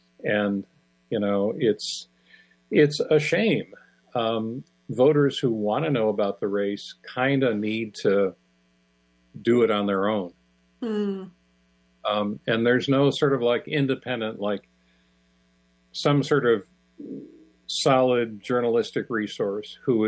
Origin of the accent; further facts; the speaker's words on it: Michigan, United States; moved away; I recently visited my home state of Michigan for a few days